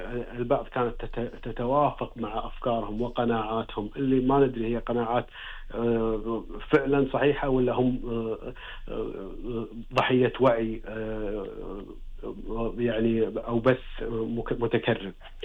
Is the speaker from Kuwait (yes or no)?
yes; Kuwait; سردية خاصة فينا ككويتيين،